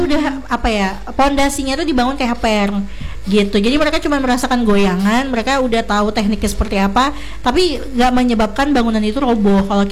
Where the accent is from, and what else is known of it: Sampit, Central Kalimantan, Indonesia; born or raised there